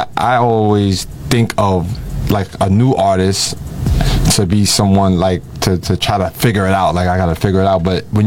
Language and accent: English; New York, United States